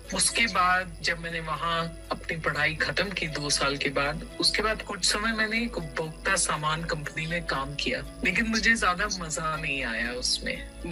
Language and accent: Hindi; Bundelkhand, India; moved away as an adult; also born or lived in Lucknow / Ahmedabad; मैं ना बुंदेलखंड क्षेत्र की पली बड़ी हूँ और इसका मतलब है कि मेरी हिंदी थोड़ी खिचड़ी है, कभी तत्सम है, कभी उर्दू है और कभी कभी उसमें अंग्रेजी भी मिली हुई है।